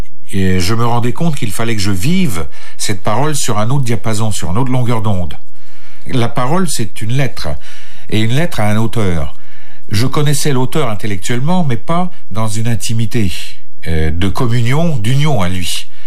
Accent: Île-de-France, France; Je suis né en France, mais ce qu'on appelle né en exil. Bon, c'est peut-être un peu pompeux, mais en exil, ça veut dire que mon père, ainsi que ma mère, faisaient partie d'une communauté de réfugiés politiques, de gens chassés pour des raisons aussi politiques

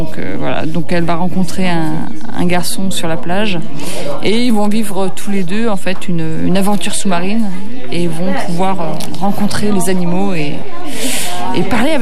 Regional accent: Saint-Étienne, Auvergne-Rhône-Alpes, France; Saint-Etienne.

